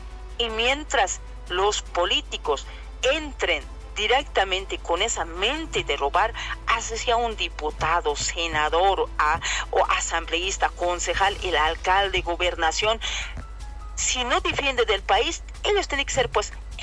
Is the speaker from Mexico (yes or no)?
no; Bolivia; Somos nosotros, los bolivianos, ciudadanos.